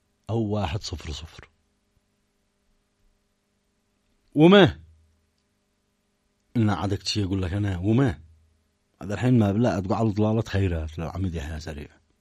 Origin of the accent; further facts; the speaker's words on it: Yemen; في بداية العدوان على بلادنا اليمن مع القصف مع الحصار من قبل العدو السعودي